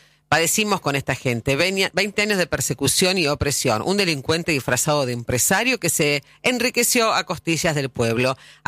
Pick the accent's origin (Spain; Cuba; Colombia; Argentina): Argentina; Tres Arroyos, Buenos Aires Province; No, soy de Tres Arroyos, estoy poniendo, porque ustedes que pongan el nombre.